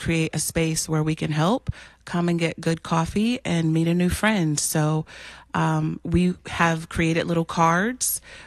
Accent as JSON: {"language": "English", "region": "Ohio", "country": "United States", "moved": "yes", "lives_now": "Hyde Park, United States", "said": "I'm from Ohio originally."}